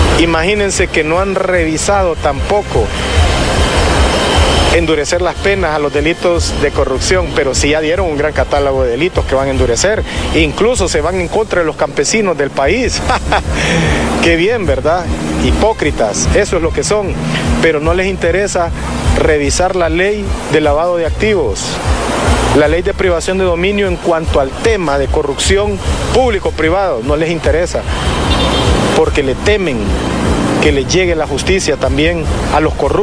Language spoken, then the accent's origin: Spanish; Honduras